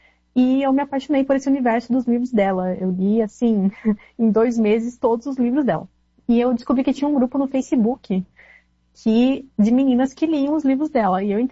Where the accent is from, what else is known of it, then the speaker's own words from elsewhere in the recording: South Region, Brazil; Foi um período de transição que eu tava de mudança, eu sou do Sul. Aí nesse tempo eu mudei para o Norte